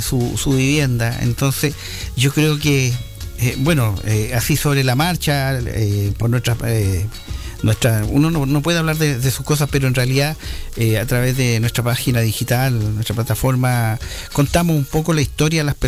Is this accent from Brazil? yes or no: no; Curacautín, Araucanía, Chile; Yo, de toda la vida que vivo en Curacautín